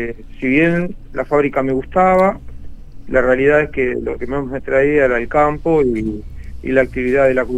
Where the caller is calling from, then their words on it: San Vicente, Buenos Aires Province, Argentina; Yo estoy ubicado con mi establecimiento en San Vicente, Buenos Aires.